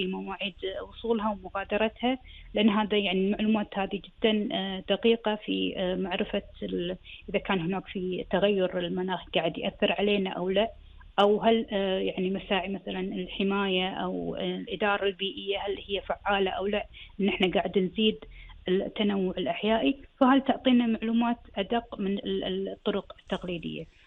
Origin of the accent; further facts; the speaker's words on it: Kuwait; فيتجمعون أول شيء عندنا بالكويت